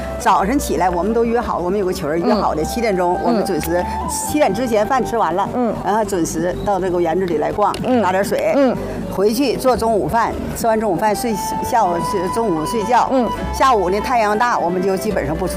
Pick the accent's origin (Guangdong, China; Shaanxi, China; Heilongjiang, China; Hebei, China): Heilongjiang, China; Bei'an; now in Chongqing, China; 我从在这儿在北安长大的黑龙江啊，下乡就是咱们黑龙江省下乡的